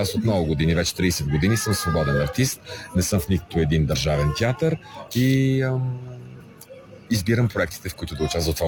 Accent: Botevgrad, Sofia Province, Bulgaria; Решихме да я направим в моя роден град, защото аз съм роден в Ботевград.

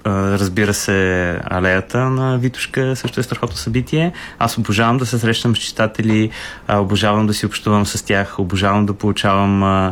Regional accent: Sofia, Sofia City, Bulgaria; born there; moved away as an adult; аз, понеже съм квартален плъх, аз съм живял 39 години в Дружба 2

